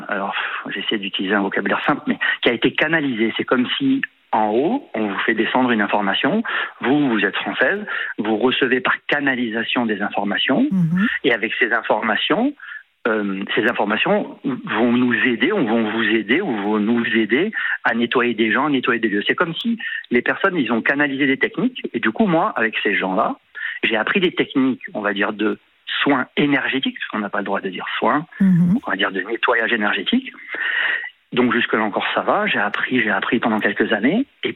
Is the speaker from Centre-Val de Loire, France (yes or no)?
no; Aix-en-Provence, Provence-Alpes-Côte d'Azur, France